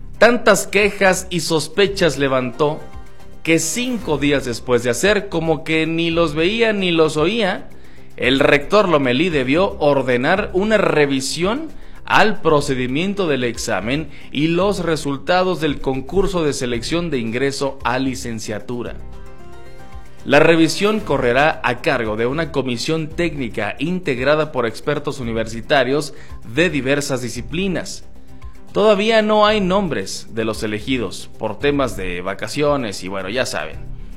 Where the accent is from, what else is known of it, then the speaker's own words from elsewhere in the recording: Mexico; somos mexicanos